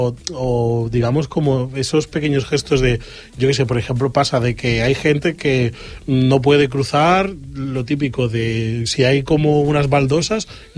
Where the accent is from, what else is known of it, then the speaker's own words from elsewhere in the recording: Galicia, Spain; siendo gallego